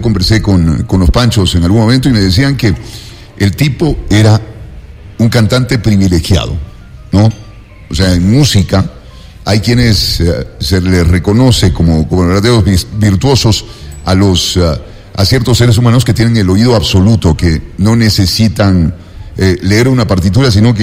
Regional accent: Ecuador

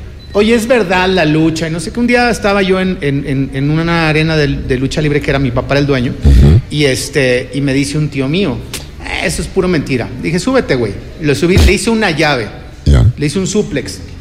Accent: Monterrey, Nuevo León, Mexico; la regia, y además también somos muy regionalistas.

